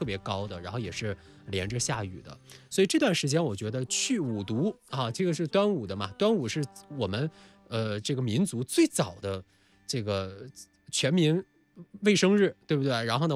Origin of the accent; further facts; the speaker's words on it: Zhejiang, China; 我们浙江人